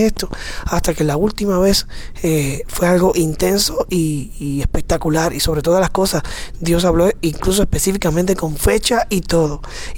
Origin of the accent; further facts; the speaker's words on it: Puerto Rico; Yo soy de Puerto Rico.